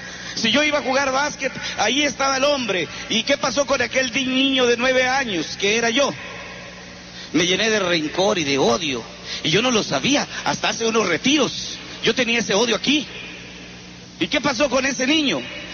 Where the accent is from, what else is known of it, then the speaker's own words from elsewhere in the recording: Tanlajas, San Luis Potosí, Mexico; born there; moved away; also born or lived in Tambaca; Yo soy de su pueblo. Mi pueblo se llama Tanlajas. Es la primera vez que creo que menciono mi pueblo. Siempre Tambaca me ha robado mi lugar de origen. Tanlajas es donde yo nací.